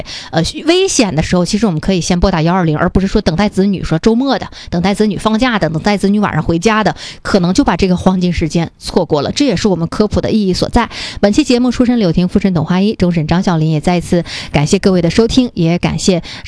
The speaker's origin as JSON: {"language": "Chinese", "region": "Northeast China", "country": "China", "accent": "Northeastern dialect", "said": "用我们东北话来讲"}